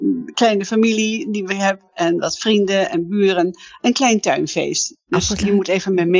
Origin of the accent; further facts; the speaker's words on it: The Hague, South Holland, Netherlands; ik kom uit Den Haag en we zijn allebei. En toen zijn we in Delft gaan wonen.